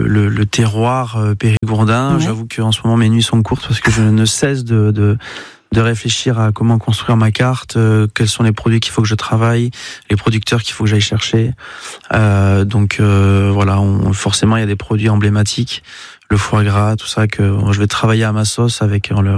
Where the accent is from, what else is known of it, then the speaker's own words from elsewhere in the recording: Nouvelle-Aquitaine, France; moved away; also born or lived in Bergerac, Dordogne; je suis né à Bergerac. Alors, j'ai grandi au Pays Basque, mais du coup, et puis nous avons une maison familiale en Dordogne, là, entre pas très loin d'ici, à 20 km, à Douville.